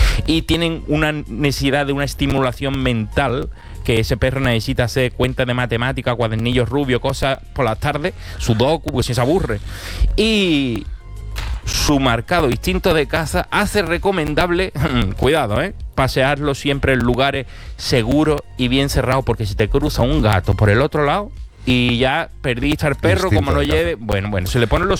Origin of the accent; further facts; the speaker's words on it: Cádiz, Andalusia, Spain; Como yo soy gaditano, suena igual.